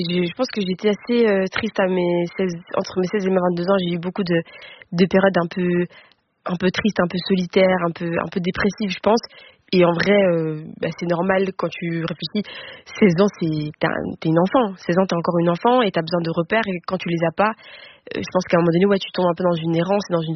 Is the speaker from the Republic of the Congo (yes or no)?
no; Belgium; je suis métisse, donc je suis belge, je suis congolaise, j'ai des traits qui me rappellent que je suis congolaise aussi